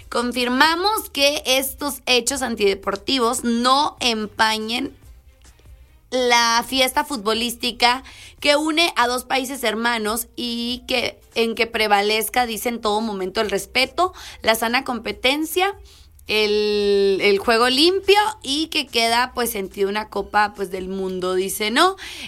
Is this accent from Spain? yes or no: no; Mexico; sí, somos mexicanos